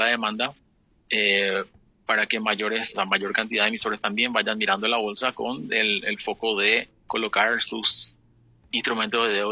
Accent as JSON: {"language": "Spanish", "country": "Paraguay"}